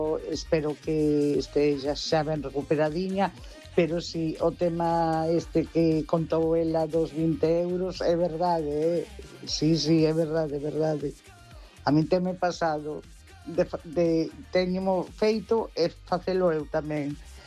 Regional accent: Culleredo, Galicia, Spain; Hola, boa noite … de Culleredo de novo.

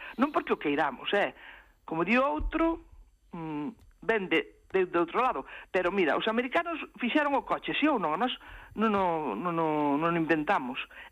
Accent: Galicia, Spain; porque hai moitos galegos e galegas que queremos telo, certificado.

